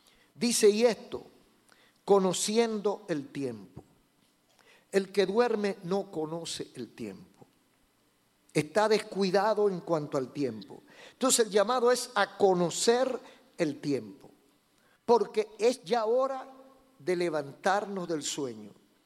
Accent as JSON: {"language": "Spanish", "country": "Dominican Republic", "said": "como los dominicanos. Tenemos los ojos redondos."}